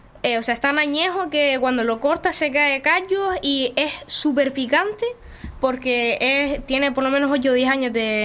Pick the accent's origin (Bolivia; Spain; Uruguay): Spain; Arucas, Canary Islands; now in Valleseco, Spain; yo soy de Aruca. Siempre he sido de Aruca, pero ahora nos mudamos